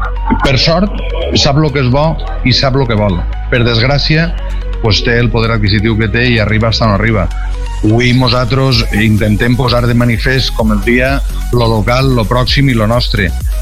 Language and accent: Catalan; Valencian Community, Spain; sabent valencià com som valencians i estiguent conforme estem en el mig rural